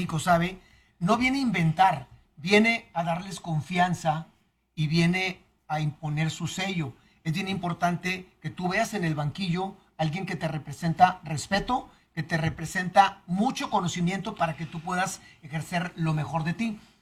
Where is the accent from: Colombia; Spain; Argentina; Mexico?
Mexico; Monterrey, Nuevo León; como regiomontanos que somos y como mexicanos